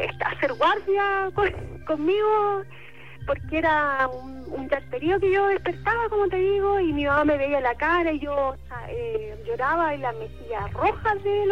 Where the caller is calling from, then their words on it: Coronel, Biobío, Chile; Yo soy de Coronel.